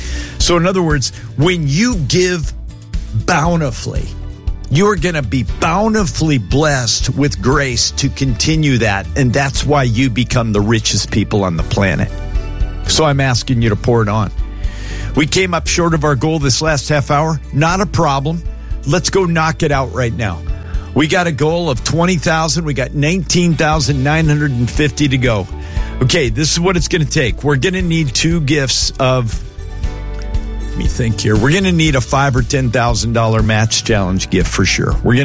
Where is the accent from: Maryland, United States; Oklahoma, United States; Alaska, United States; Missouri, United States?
Alaska, United States; Homer; born there; Lucinda, I was born in Homer, Alaska.